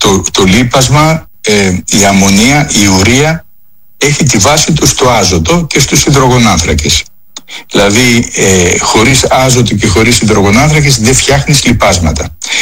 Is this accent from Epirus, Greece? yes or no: no; Athens, Attica, Greece; Εγώ πιτσιρικά θυμάμαι που μεγάλωσα στην Αθήνα